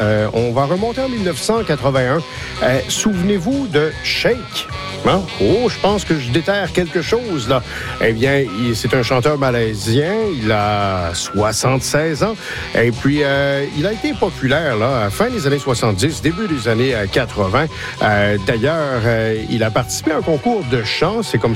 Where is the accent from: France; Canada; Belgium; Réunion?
Canada; chez nous, au Canada